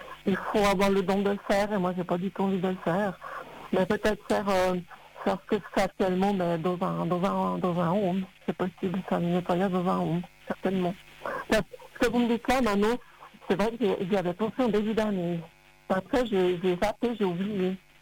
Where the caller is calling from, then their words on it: Switzerland; Moi, j'habite en Suisse